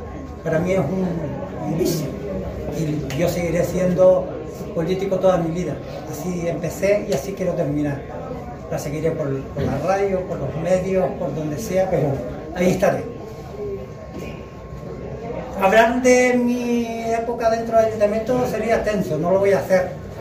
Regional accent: Canary Islands, Spain; tenemos que ser fuertes primero aquí en Canarias y después en Madrid.

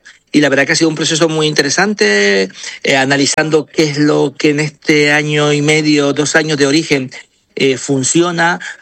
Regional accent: Canary Islands, Spain; esa es la forma de ser del canario, ¿no? Acoger y contar, y en Noma contamos cómo somos y de dónde venimos.

